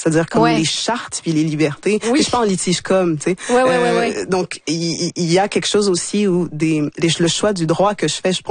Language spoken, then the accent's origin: French; Port-au-Prince, Ouest, Haiti; born there; Non, c'est comme un peu classique, enfants d'immigrants. Moi, je suis née à Port-au-Prince. J'ai grandi ici.